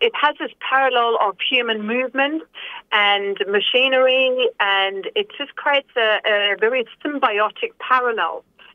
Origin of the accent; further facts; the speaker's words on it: Cape Town, Western Cape, South Africa; Cape Town, my hometown